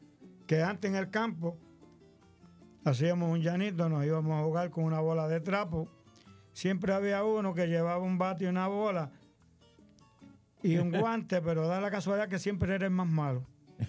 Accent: Bayamón, Puerto Rico; Yo soy de Bayamón.

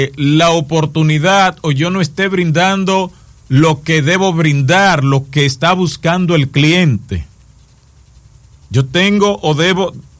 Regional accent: Dominican Republic; nosotros como dominicanos

